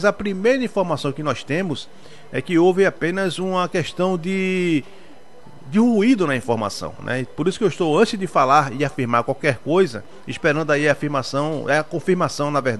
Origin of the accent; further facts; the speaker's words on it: Candeias, Pernambuco, Brazil; sou lá de Candeias, Candeias, Piedade, bem pertinho ali.